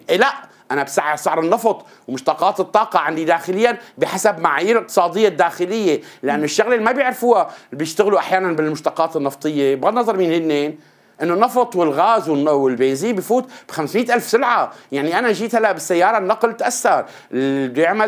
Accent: Syria; عندنا بسوريا

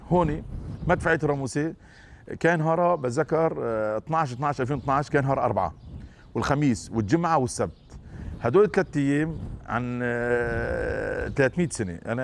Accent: Iraq; يعني إنه أنا من صلاح الدين وإلى آخره

